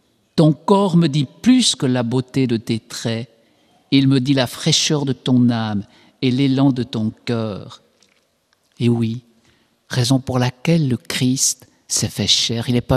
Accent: Switzerland; vous savez qu'en Suisse, comme je suis suisse, hein, il est permis de faire appel à un service assisté

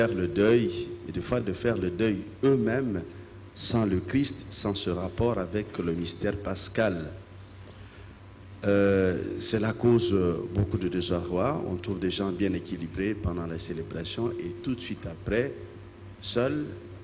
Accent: DR Congo; now in Switzerland; je viens de la République démocratique du Congo, je suis curé en Suisse.

